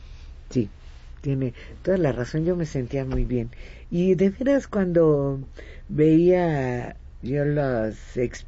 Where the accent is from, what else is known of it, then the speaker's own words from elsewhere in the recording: Mexico; Qué auténticos somos los mexicanos